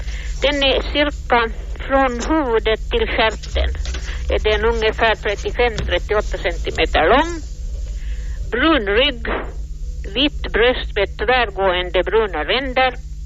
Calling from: Sipoo, Uusimaa, Finland; Jag är från Sibborg, Skräddarby.

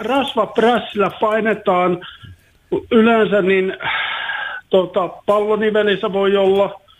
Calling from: Pieksämäki, South Savo, Finland

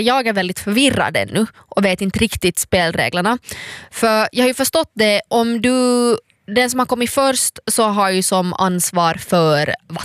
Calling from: Finland; som finländare så tycker man inte om att prata heller i onödan.

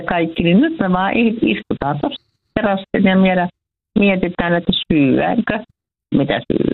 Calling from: Lohja, Uusimaa, Finland; täällä Lohjan sammatissa

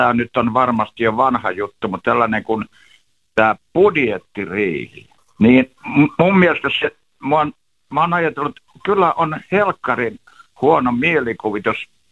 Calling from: Helsinki, Uusimaa, Finland; kun mä olen Helsingistä

